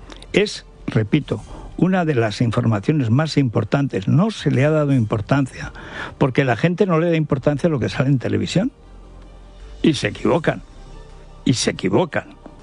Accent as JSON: {"language": "Spanish", "town": "Orihuela del Tremedal", "region": "Aragon", "country": "Spain", "tie": "born or raised there", "said": "Pues es precioso por toda la parte de Tramacastilla, Orihuela, mi pueblo y tal."}